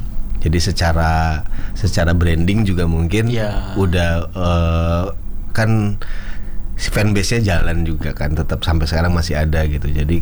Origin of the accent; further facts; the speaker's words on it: Sunda, Indonesia; Aku Sunda.